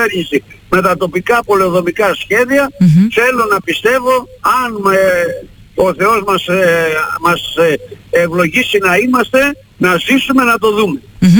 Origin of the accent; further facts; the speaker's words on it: Vrachneika, West Greece, Greece; now in Monodendri, Greece; εμείς ζούμε στο Μονοδέντρη χρόνια, εγώ είμαι από τα Βραχνέικα, αλλά τώρα έτσι ξαφνίζει στο Μονοδέντρη, είμαι μονοδεντρίτης πλέον, αλλά εκεί είμαι και βραχιώτης